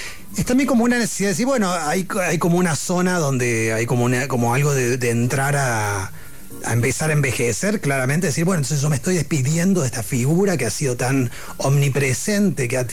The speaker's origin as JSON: {"language": "Spanish", "region": "Córdoba", "country": "Argentina", "tie": "born or raised there", "said": "tuve una formación de muy infancia, muy católica y de provincia, o sea, soy cordobés. Y de mucha carga religiosa y mucha creencia religiosa y mucha voracidad por la religión. Era muy devoto"}